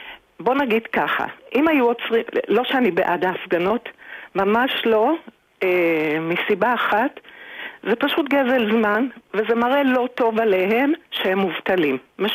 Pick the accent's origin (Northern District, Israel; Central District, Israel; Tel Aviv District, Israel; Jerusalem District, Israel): Jerusalem District, Israel; Jerusalem; אני גדלתי בגאולה